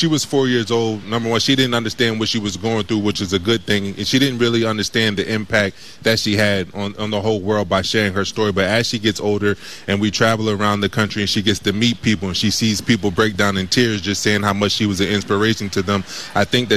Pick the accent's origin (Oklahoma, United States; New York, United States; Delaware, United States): Delaware, United States; also born or lived in Camden, New Jersey; now in Texas, United States; I'm actually from Camden. So I was born in Camden. I moved to Delaware, and I was raised there. But it's hard to get back to the East Coast now that we live in Texas. We've been living there for 10 years.